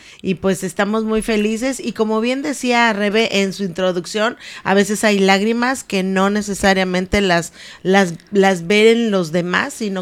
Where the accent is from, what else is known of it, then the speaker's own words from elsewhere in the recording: Mexico; nosotros como los mexicanos orgullosos que somos